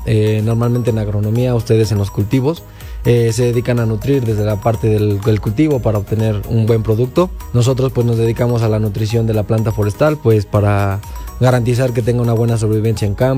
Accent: Tulancingo, Hidalgo, Mexico; la universidad me queda cerca, yo soy originario de Tulancingo

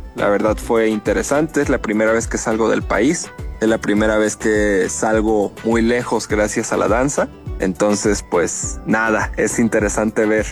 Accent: Tulancingo de Bravo, Hidalgo, Mexico; yo soy originario de Tulancingo de Bravo Hidalgo, justamente de Medias Sierras, que está entre Tulancingo y Santiago.

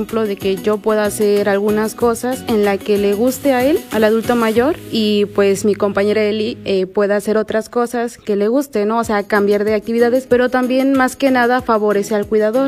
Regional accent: Atlapexco, Hidalgo, Mexico; Yo estuve en el pueblo donde soy, del Mirador Atlapesco Hidalgo

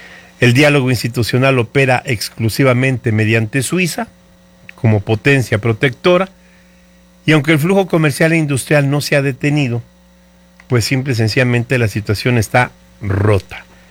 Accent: Mexico; merecemos todos como mexicanos

